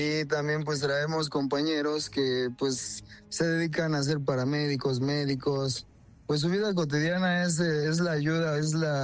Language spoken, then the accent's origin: Spanish; San José de Gracia, Michoacán, Mexico; Yo soy de San José de Gracia, Michoacán.